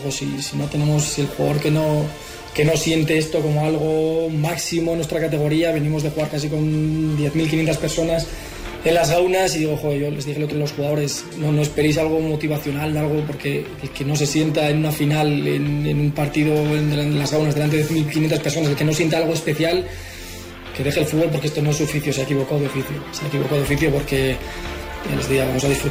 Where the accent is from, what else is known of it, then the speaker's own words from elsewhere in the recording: Basque Country, Spain; soy vasco cerrado